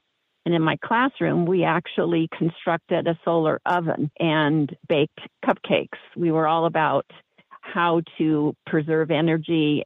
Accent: California, United States; I grew up in California. My parents were regular middle class.

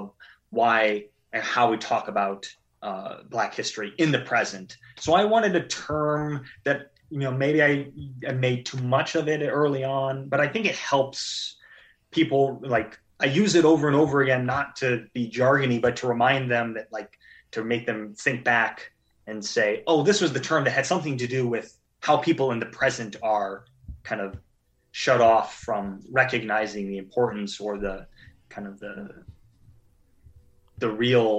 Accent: Anaconda, Montana, United States; I'm from Anaconda.

